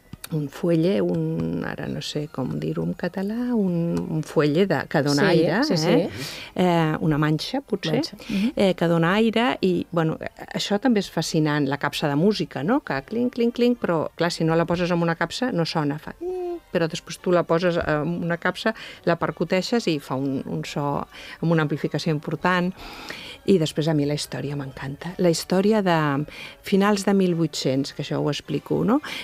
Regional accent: Barcelona, Catalonia, Spain; moved away as an adult; now in La Buerda, Spain; jo vivia i soc de Barcelona, però el meu pare, els meus arrels, per part de pare, són d'aquest poble del Pirineu aragonès

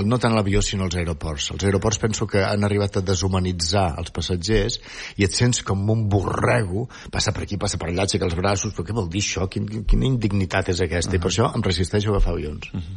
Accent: Catalonia, Spain; com a catalans independentistes

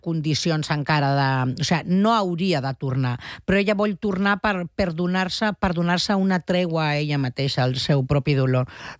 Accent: Catalonia, Spain; Sí, jo sóc catalana.

